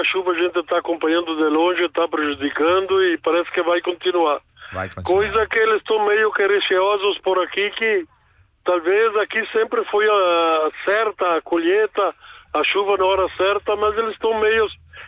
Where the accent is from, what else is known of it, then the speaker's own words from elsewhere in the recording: Brazil; moved away; padroeiro lá da minha terra natal, Linha Araújo e Souza